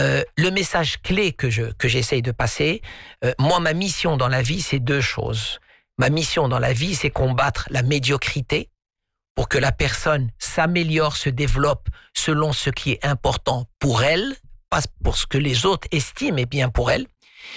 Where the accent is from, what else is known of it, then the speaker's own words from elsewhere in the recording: Morocco; Un exemple chez nous au Maroc, quand quelqu'un disait « je me sens mal, je suis pas bien mentalement », on lui disait que c'est un manque de gratitude.